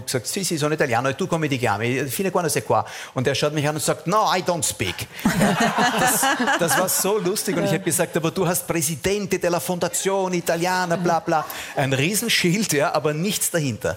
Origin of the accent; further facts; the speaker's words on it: Vienna, Austria; Nein, ich würde sagen, das ist meine Heimatstadt, das ist Wien.